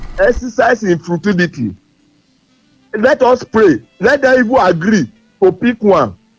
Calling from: Olodo, Oyo, Nigeria; I'm calling from Olodo.

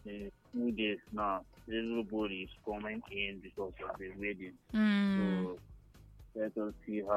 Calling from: Enugu, Enugu State, Nigeria; Calling from Enugu.

